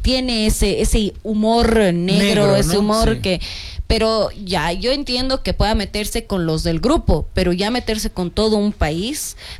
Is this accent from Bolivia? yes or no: yes; Bolivia; la gente boliviana somos muy hospitalarios